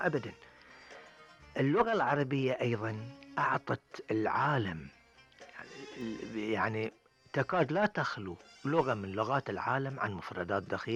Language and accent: Arabic; Bahrain; accent: Bahraini; في لهجتنا البحرينية